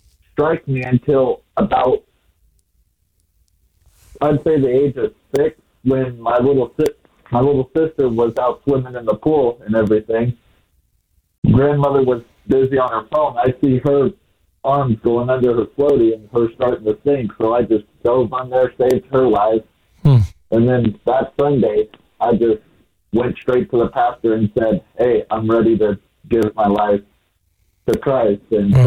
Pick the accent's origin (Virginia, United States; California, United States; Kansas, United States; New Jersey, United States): California, United States; Well, growing up in California, my grandparents up there, my grandfather was the youth minister, and my grandmother was the children's pastor.